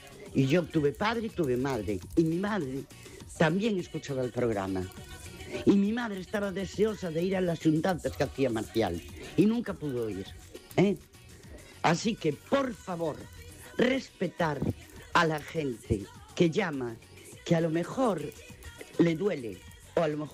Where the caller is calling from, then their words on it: Ferrol, Galicia, Spain; de Ferrol.